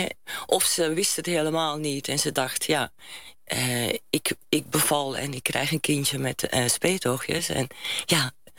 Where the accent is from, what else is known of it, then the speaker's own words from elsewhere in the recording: Belgium; want ja, ik kom uit België eigenlijk.